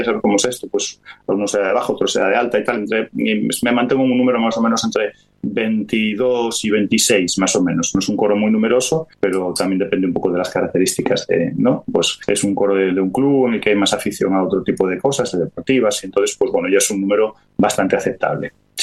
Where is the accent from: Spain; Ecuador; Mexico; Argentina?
Spain; Galicia; now in Canary Islands, Spain; Galicia, que además es mi tierra. Yo, bueno, yo vivo en Canarias hace ya casi 30 años y soy como adoptado aquí, como todo el mundo me dice, pero yo gallego siempre seré